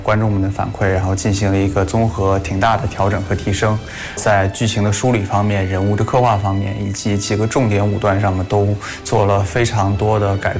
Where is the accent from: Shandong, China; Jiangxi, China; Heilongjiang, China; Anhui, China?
Shandong, China; 我本身是山东人，虽然不是鲁南地区的哈